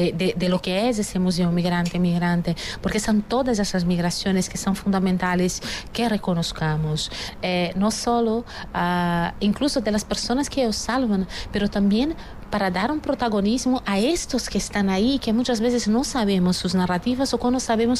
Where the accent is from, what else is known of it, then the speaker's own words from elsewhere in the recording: Brazil; now in Spain; y ahí hablo yo, la brasileña, que también es española, que sigue moviéndome por el planeta